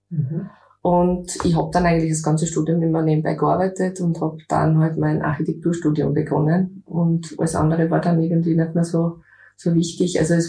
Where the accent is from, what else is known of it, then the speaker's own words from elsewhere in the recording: Fürstenfeld, Styria, Austria; Ich bin eine echte Fürstenfelderin. Durfte noch in Fürstenfeld im Krankenhaus geboren werden. Das heißt, gibt's heute nicht mehr die Geburtenstation, aber ich bin eine echte Fürstenfelderin.